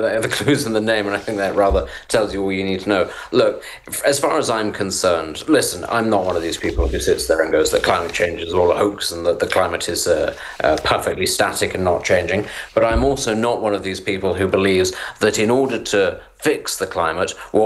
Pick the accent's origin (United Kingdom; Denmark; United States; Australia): United Kingdom; England; I'm English.